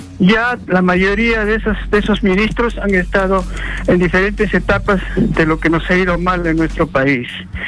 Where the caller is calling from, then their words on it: Lima, Peru; de Chorrillos.